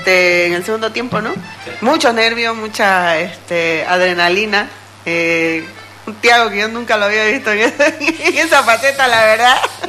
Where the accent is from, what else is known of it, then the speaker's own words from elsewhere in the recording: Bolivia; No conoces a nadie, pero al final todos somos bolivianos. Es el único momento donde decimos sí, ¿no? Caemos en que todos somos bolivianos.